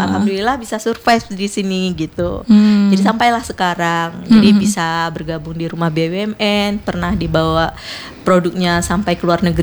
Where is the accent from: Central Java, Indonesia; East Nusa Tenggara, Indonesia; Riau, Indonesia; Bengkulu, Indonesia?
Riau, Indonesia; Bengkalis; now in Pekanbaru, Indonesia; saya asli orang Megalis.